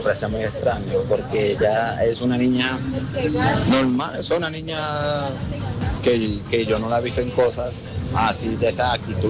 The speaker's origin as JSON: {"language": "Spanish", "country": "Venezuela", "moved": "yes", "lives_now": "Colombia", "said": "estamos como venezolanos"}